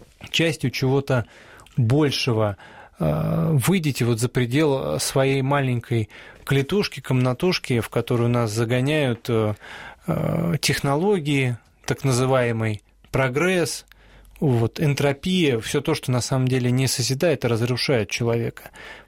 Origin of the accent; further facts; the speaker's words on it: Moscow, Russia; Мы с Романом коренные москвичи оба, и очень радуемся, когда есть возможность всем вместе почтить память святых Московского собора.